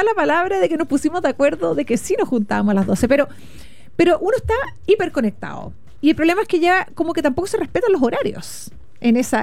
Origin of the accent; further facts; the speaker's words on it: Chile; Yo soy de Ozón